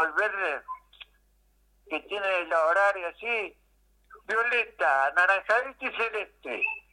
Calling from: Argentina; Pero soy argentino.

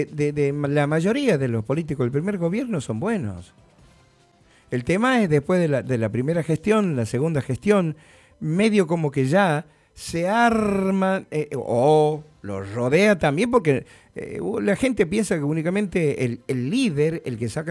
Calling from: San Miguel de Tucumán, Tucumán, Argentina; Y yo puedo hablar como tucumano y capitalino porque vivo en la capital.

